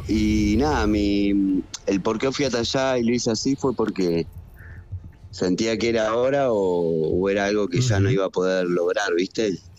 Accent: Argentina; Entonces, y diferente, porque sí, soy argentino y tengo distinta, claro.

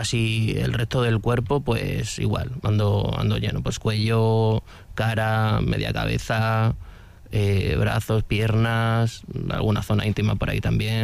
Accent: Extremadura, Spain; moved away as an adult; now in Vitoria-Gasteiz, Spain; soy extremeño de origen, pero hace ya como pues cuestión de 13 años o así que vivo por aquí, por las tierras vascas.

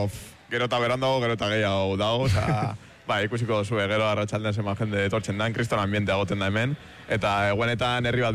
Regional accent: Bilbao, Basque Country, Spain; Ez, gu bilbotarra gara

